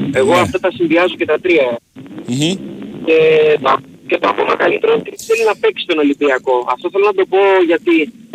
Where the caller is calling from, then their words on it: Patras, Western Greece, Greece; από Πάτρα.